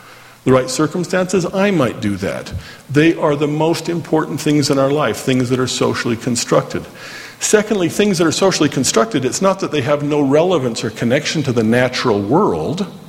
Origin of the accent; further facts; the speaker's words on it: Orem, Utah, United States; and I grew up here in Orm, so I knew it was just a little bit south of there, right about in there. That's where we live.